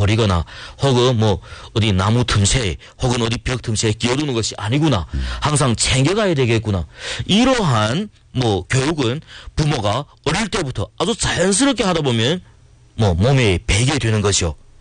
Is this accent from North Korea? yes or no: no; Yanji, Jilin, China; 우리 고향 연결시에도 많은 유람객들이 올 것이 뻔합니다.